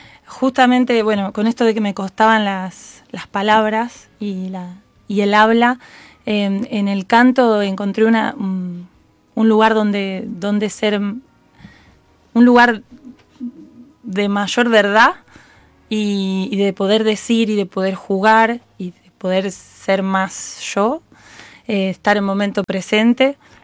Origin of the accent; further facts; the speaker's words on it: La Plata, Buenos Aires Province, Argentina; en realidad soy de La Plata, pero bueno, mi papá tenía un bar en San Martín de los Andes y yo iba mucho para allá. Bueno, viajaba sobre todo en el verano, entonces bueno, también pasaba bastante tiempo ahí.